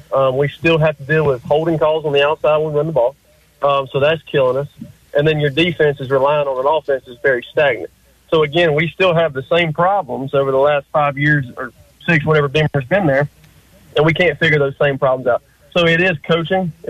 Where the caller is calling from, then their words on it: Spartanburg, South Carolina, United States; I'm actually from Spartanburg